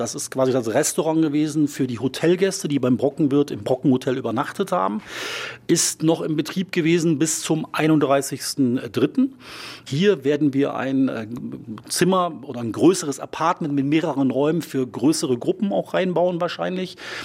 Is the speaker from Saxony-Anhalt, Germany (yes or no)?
yes; Saxony-Anhalt, Germany; Ich komme aus Sachsen-Anhalt.